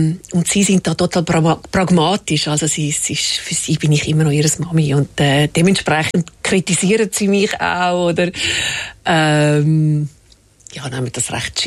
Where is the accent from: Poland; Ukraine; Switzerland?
Switzerland; Horgen, Zurich; Ich bin in Horgen aufgewachsen.